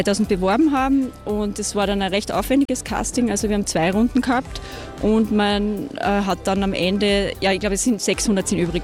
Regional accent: Velden, Carinthia, Austria; moved away as an adult; now in Vienna, Austria; Also ich komme ursprünglich aus Velden, bin aber dann wegen des Studiums nach Wien gegangen und bin jetzt eigentlich schon über 20 Jahre in Wien.

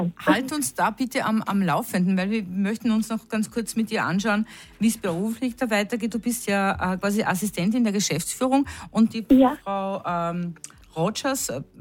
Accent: Upper Austria, Austria; weil ich bin ja Oberösterreicherin

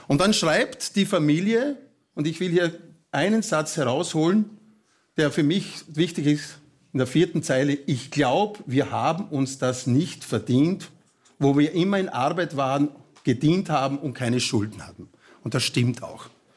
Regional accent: Halbturn, Burgenland, Austria; Vor 28 Jahren habe ich im Gemeindearchiv von Halbdurn, das ist mein Heimatort

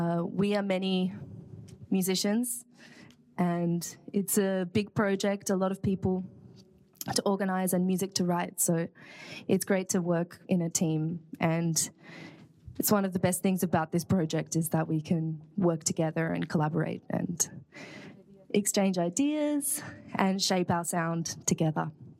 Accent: Perth, Western Australia, Australia; my hometown, Perth.

